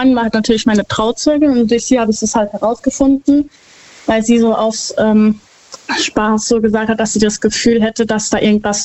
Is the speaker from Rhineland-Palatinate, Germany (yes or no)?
yes; Herxheim, Rhineland-Palatinate, Germany; Ich komme aus Herxheim bei Landau.